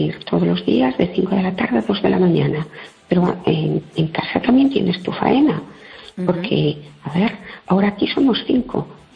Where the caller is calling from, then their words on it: El Masnou, Catalonia, Spain; Yo vivo en Masnou, tú sabes dónde es.